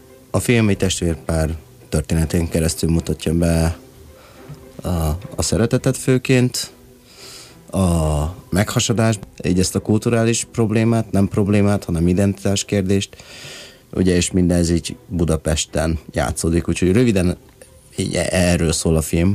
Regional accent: China; Hát én igazából, mint kínai, nem is gondoltam rá, hogy nem.

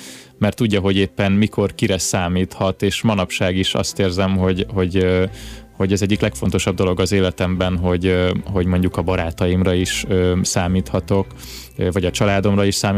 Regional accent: Nova, Zala, Hungary; Én egy pici zalai faluban nőttem fel, Nován, ez egy 700 fős település

